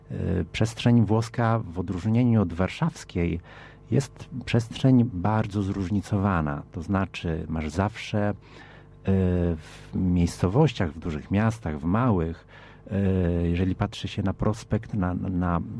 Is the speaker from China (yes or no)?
no; Italy; jako Włoch, jako Polak, który urósł we Włoszech